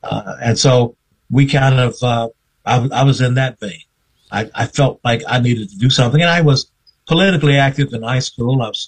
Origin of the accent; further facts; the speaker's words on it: Turkey, North Carolina, United States; when they came through my hometown, or close to my hometown, to Clinton, because I'm from Turkey, Clinton's maybe 10 or 15 miles from my hometown.